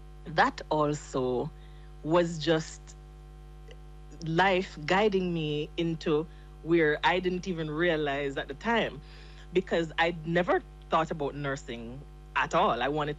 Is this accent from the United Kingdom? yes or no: no; Jamaica; he was a police officer in the Jamaica Constabulary Force while we grew up in Jamaica.